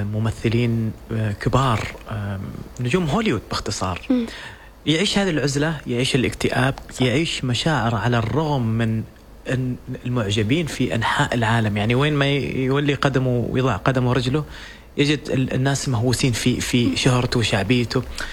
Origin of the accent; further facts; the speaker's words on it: Oman; إحنا كأسر عمانية عربية متماسكين